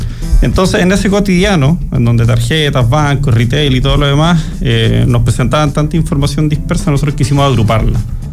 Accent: Chile; nosotros, al igual que todos los chilenos

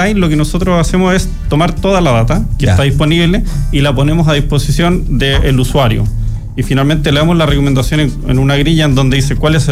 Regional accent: Chile; nosotros, al igual que todos los chilenos

